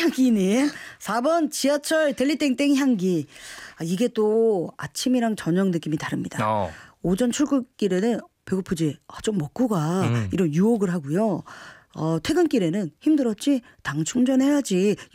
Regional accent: Daegu, South Korea; 저 대구 사람이거든요.

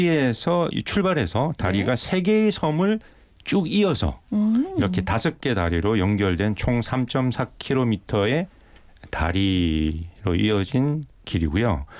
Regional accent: Busan, South Korea; 아버지는 창선에서 나셨고 이제 부산으로 건너오셔서 제 개인적인 고향은 부산인데 어쨌든 어렸을 때 할아버지가 여기서 살고 계셨어요.

